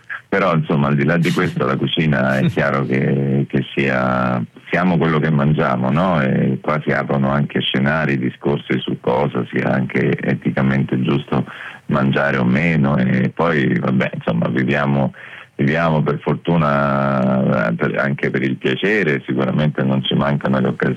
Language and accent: Italian; Marche, Italy; Poi appunto vengo dalle Marche